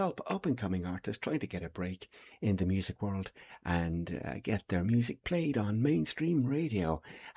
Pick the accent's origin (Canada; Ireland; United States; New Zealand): Ireland; Limerick, Munster; broadcasting from my home town city of Ireland. Sorry, of Limerick in Ireland, before I lose the run of myself.